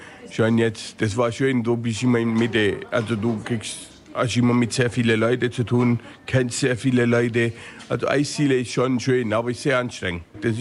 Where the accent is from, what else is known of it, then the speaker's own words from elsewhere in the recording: Southern Italy, Italy; now in Germany; Ich bin jetzt aus Süditalien.